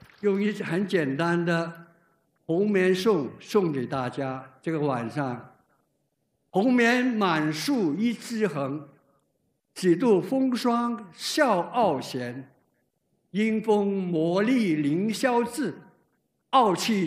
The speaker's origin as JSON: {"language": "Chinese", "region": "Guangdong", "country": "China", "said": "我是广东人。"}